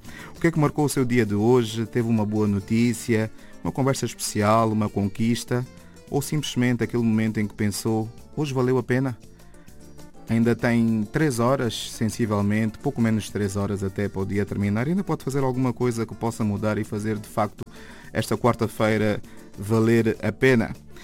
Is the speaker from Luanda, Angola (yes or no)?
no; Benguela, Angola; moved away; Benguela, minha terra, minha Angola, é de lá onde eu vim, é lá onde estão as minhas raízes